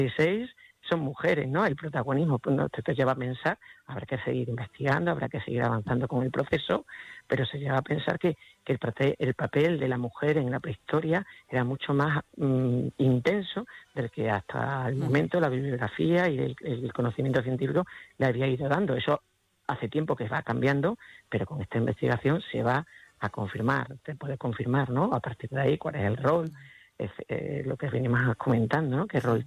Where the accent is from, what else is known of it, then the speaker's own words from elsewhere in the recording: Extremadura, Spain; que es casi tanto o más calor que el que hace en mi tierra aquí en Extremadura